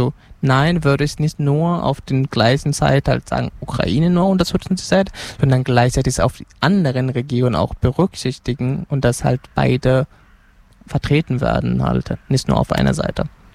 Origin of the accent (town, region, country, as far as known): Senegal; born or raised there; German is a second language; now in Germany